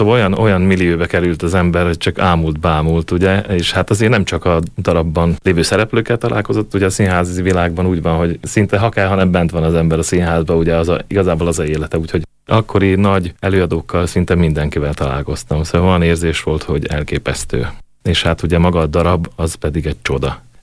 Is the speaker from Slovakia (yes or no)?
yes; Kolárovo, Nitra Region, Slovakia; Én a rockzenekarban énekeltem … Gútán, szülővárosomban